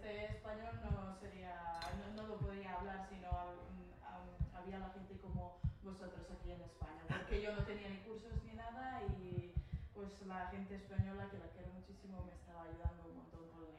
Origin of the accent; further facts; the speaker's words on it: Montenegro; moved away; vengo de Montenegro